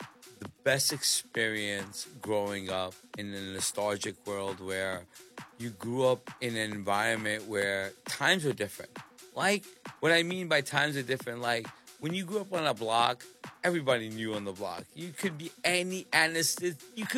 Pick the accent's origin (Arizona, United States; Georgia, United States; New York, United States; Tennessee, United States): New York, United States; born or raised there